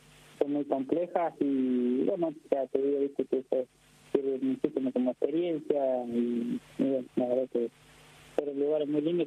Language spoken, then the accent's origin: Spanish; Argentina; ¿cómo vos sos argentino? Sí, ¿y cómo hablas árabe? Y digo, no, lo que pasa es que estoy haciendo algunas temporadas en Kuwait